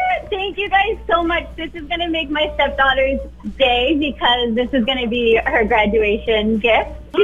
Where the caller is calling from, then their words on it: Chelmsford, Massachusetts, United States; from Chelmsford.